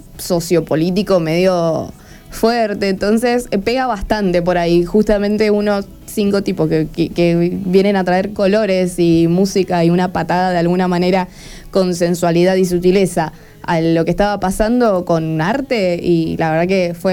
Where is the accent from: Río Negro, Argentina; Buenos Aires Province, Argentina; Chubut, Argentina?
Chubut, Argentina; Comodoro Rivadavia; yo soy de Comodoro Rivadavia